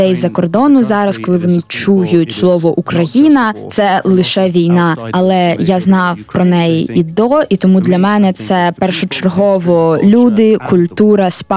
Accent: United Kingdom; Ukrainian is a second language; moved away as an adult; now in United States; Я маю дуже багато любові саме до Британії, бо я зростав у цьому контексті, і дуже багато речей ставалося саме у цьому контексті. Я ідентифікую себе більше з Британією, але зараз я живу в Сполучених Штатах, тому що там моя дружина.

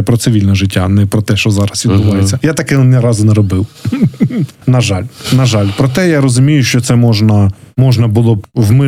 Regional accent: Kryvyi Rih, Dnipropetrovsk Oblast, Ukraine; Ну, в моєму рідному Кривому Розі, ну, все не так, ага, не так яскраво. Це більш таке промислове місто.

